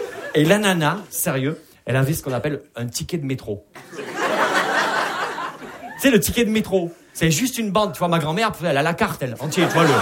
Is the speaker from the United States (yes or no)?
no; Perpignan, Occitanie, France